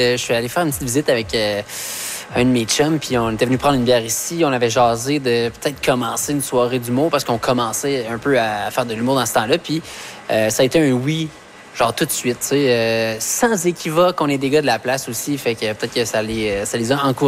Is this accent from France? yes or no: no; Ontario, Canada; Moi, je suis un franco-ontarien. Je suis humoriste.